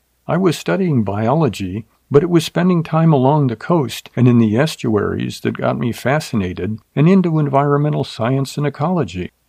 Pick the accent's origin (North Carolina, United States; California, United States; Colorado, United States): California, United States; I grew up in Southern California, hiking, running, and surfing Black's Beach in La Jolla and a few other spots in San Diego County.